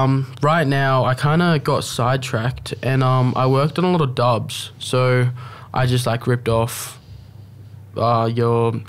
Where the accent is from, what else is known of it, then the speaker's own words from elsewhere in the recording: Melbourne, Victoria, Australia; I grew up in Melbourne